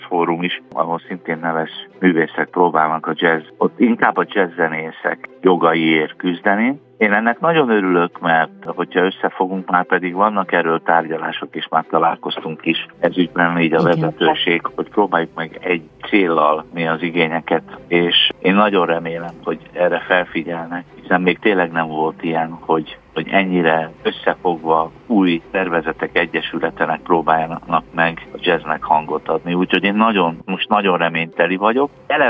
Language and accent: Hungarian; Hungary; Magyarországról jövök